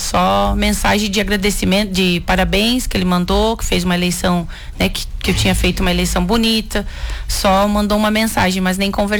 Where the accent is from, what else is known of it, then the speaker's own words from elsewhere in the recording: Lages, Santa Catarina, Brazil; also born or lived in Palmeira; Eu sou natural de Lages, nasci em Lages, no Hospital Maternidade Teresa Ramos. E morei aí até um ano de idade, depois fui para Palmeira. Minha família foi morar no interior, pequenos agricultores lá no Mato Escuro.